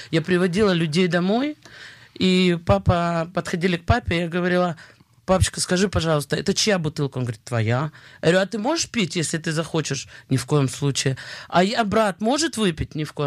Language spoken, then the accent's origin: Russian; Kharkiv, Kharkiv Oblast, Ukraine; born there; Я родилась в Харькове, в семье потрясающих людей